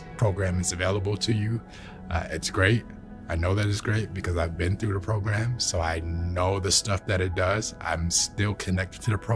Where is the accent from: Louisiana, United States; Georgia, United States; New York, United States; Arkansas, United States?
New York, United States; Syracuse; Because I'm from Syracuse and in a stage of my life where I have kids